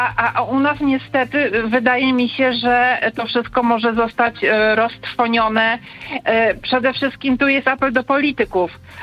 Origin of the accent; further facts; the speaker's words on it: Warmian-Masurian Voivodeship, Poland; Wie pan co, ja pochodzę z Warmii i Mazur i wydaje mi się, że u nas te firmy, słupy jak grzyby po deszczu wyrastają